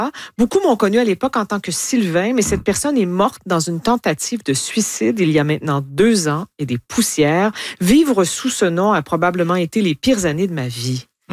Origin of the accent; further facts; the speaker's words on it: Chibougamau, Quebec, Canada; born there; Moi, je suis né à Chibougamau, puis j'ai encore de la misère.